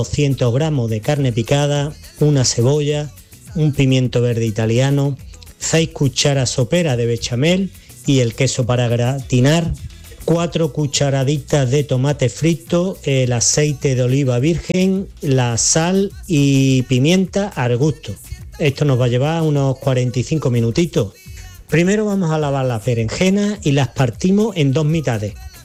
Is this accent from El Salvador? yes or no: no; Mijas, Andalusia, Spain; de las Lagunas de Mija.